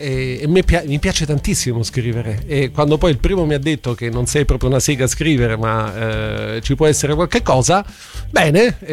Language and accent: Italian; Germany; Italian is a second language; perché non so scrivere, perché sono tedesco, ho sempre avuto un po' un complesso sulla mia conoscenza dell'italiano.